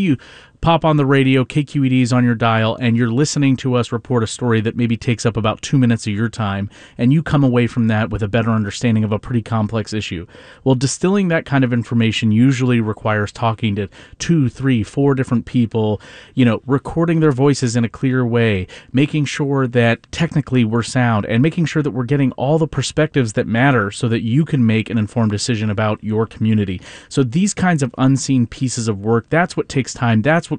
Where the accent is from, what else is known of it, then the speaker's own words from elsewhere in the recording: Fremont, California, United States; I'm from Fremont.